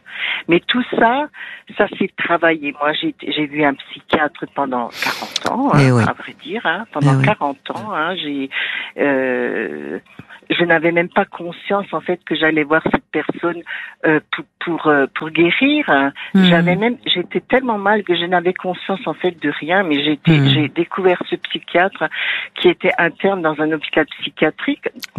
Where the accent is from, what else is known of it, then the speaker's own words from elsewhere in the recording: Toulouse, Occitanie, France; vous savez.